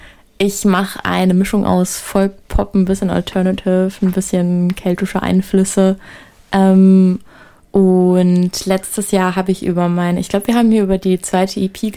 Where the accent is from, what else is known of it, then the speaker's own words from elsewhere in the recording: Kiel, Schleswig-Holstein, Germany; also born or lived in Australia; ich komme eigentlich aus Kiel